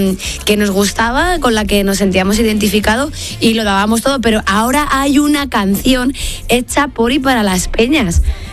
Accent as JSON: {"language": "Spanish", "town": "Veganzones", "region": "Castile and León", "country": "Spain", "said": "Mi pueblo está en Beganzones."}